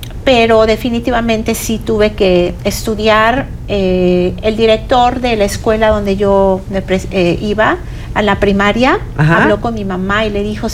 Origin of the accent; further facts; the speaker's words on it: Mexico City, Mexico; Cantaba yo en los parques, en la Ciudad de México, soy de Azcapotzalco